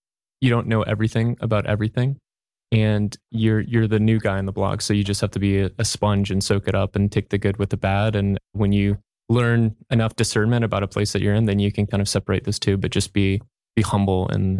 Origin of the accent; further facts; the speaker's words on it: Franklin, Tennessee, United States; moved away as an adult; now in Wilmington, United States; I grew up in Middle Tennessee, Orthodox, going to St. Ignatius, a big Antiochian church in Franklin, Tennessee. Spent the first 18 years of my life there. Went off to school, but I am coming from St. Basil the Great in Wilmington, North Carolina